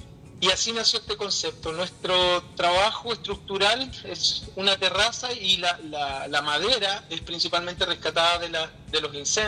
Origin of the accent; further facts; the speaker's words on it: Santa Juana, Biobío, Chile; moved away; also born or lived in Santiago; retorné hace 8 años a la comuna de Santa Juana, y yo estuve en Santiago